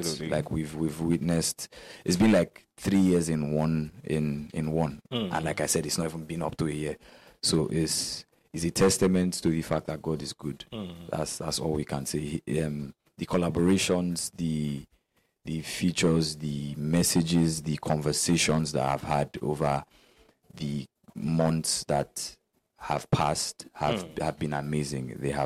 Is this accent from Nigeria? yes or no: yes; Calabar, Cross River, Nigeria; born there; moved away; I'm not from Calabar, but like I schooled here and I did most of my life here.